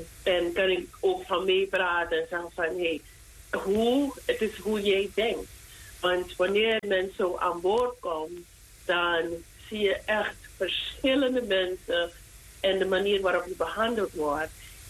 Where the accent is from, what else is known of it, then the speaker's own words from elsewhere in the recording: Suriname; now in United States; toen ik verhuisde van Suriname naar Amerika, was het echt een culture shock voor me.